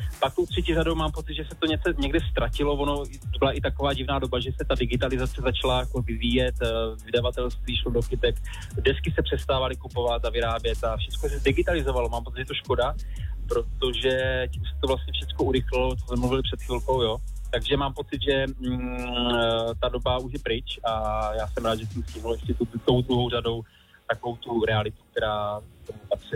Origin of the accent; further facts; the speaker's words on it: Moravia, Czechia; ale vzhledem tomu, že jsem z Moravy, jo